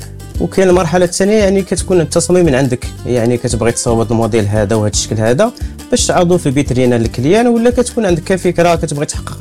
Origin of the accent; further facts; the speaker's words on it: Morocco; وأنا كشاب مغربي كنحاول نطورها إن شاء الله